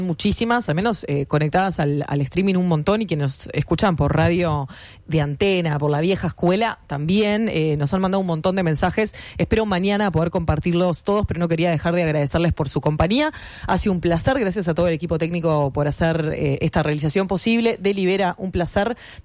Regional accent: Uruguay; como uruguayos y uruguayas

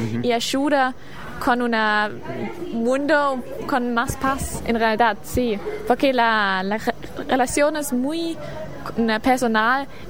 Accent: Heidelberg, Baden-Württemberg, Germany; Spanish is a second language; moved away as an adult; now in Uruguay; Soy de Alemania del Sur, de una ciudad que se llama Heidelberg. Es cerca una hora sur de Frankfurt.

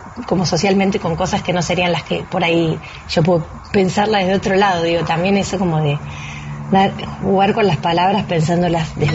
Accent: Argentina; sobre todo siendo argentino

